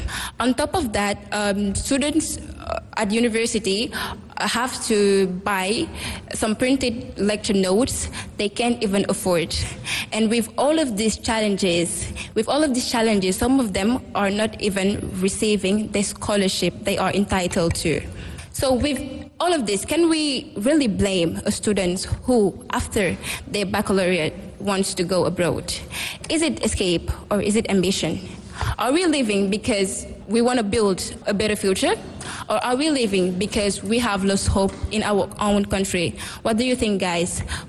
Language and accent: English; Senegal